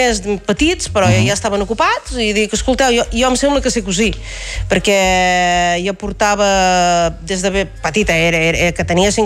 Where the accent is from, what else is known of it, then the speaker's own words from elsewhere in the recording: Riudoms, Catalonia, Spain; Jo soc de Riudoms.